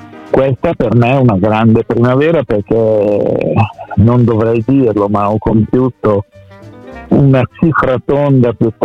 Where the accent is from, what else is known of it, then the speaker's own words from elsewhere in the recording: Emilia-Romagna, Italy; Beh, dalle mie parti ci sono tante sagre. Qui il tipo, lo sai, in Emilia Romagna è un must